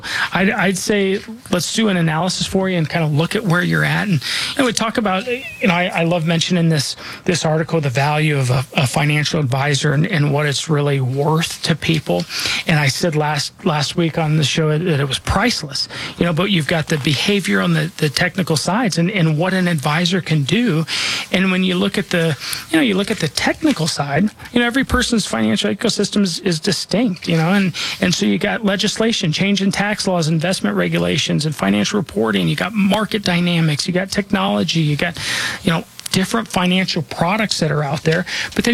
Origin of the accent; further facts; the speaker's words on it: Denver, Colorado, United States; I was born and raised here in Denver. I'm not just licensed here. This is where I call home. This is where I'm raising my family.